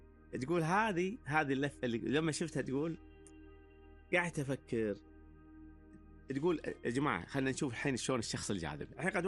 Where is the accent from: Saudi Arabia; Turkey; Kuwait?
Kuwait